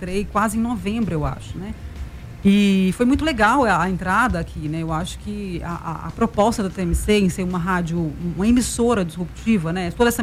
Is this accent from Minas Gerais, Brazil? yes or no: yes; Patrocínio, Minas Gerais, Brazil; eu fiz Rádio News em Brasília, e eu fui para Patrocínio, minha cidade natal. Fiquei lá um tempinho na pandemia, e fiz rádio lá também.